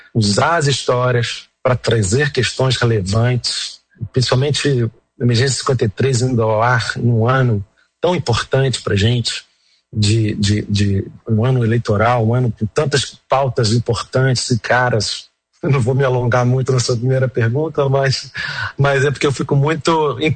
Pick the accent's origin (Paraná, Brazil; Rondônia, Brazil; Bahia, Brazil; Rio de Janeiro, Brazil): Rio de Janeiro, Brazil; born or raised there